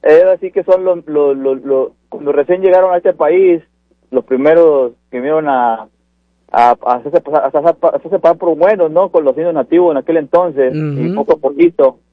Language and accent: Spanish; Mexico; nosotros como mexicanos nomás opinamos